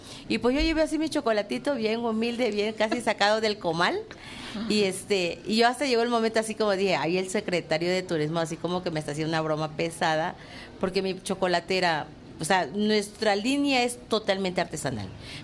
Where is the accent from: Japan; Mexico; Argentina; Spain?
Mexico; Tamulté de las Sabanas, Tabasco; vengo de Tamulté de las Sabanas, que es una zona indígena donde todavía conservamos nuestro folclor, nuestra lengua autóctona y todo eso